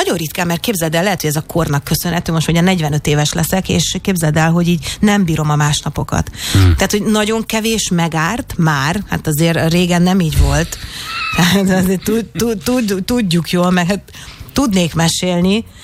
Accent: Hungary; now in Slovakia; Ott is élek, igen. És sőt, van tartózkodási engedélyem is. Hmm. De magyar vagyok. Hmm. És van magyar lakcímem is.

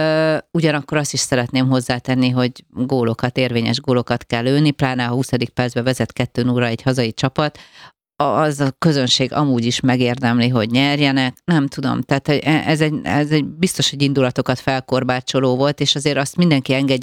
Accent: Hajdúböszörmény, Hajdú-Bihar, Hungary; Én a debreceni pályán nőttem fel hajdúböszörményiként.

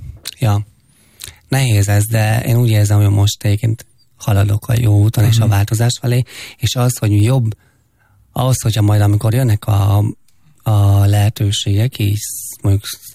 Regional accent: Fót, Pest, Hungary; hogy én egy fotón nőttem fel a gyermekvárosban

